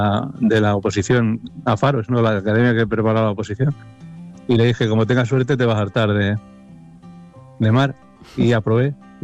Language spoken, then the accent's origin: Spanish; Madrid, Community of Madrid, Spain; Todo lo contrario. Yo soy de Madrid, vamos, de Vallecas.